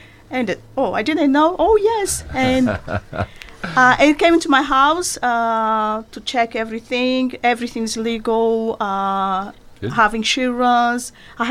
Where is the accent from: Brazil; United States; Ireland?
Brazil; English is a second language; now in United Kingdom; I'm Brazilian. I run Brazilian food with nice flavors and different shapes and flavors involved. I'm from Brazil, of course. And yes, I've been in England for almost 20 years.